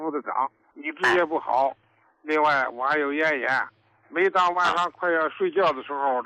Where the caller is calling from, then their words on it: Shenyang, Liaoning, China; 我是沈阳的，